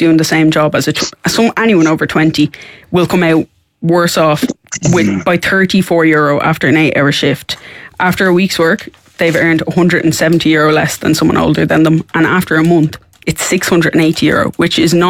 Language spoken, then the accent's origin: English; Dublin, Leinster, Ireland; I'm from Coolock